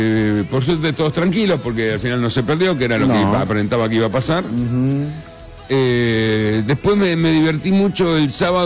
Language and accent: Spanish; Argentina; No, somos Argentina. Bastante pocos cerveceros.